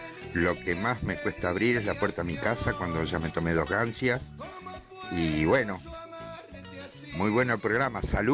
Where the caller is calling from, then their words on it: San Justo, Argentina; de San Justo.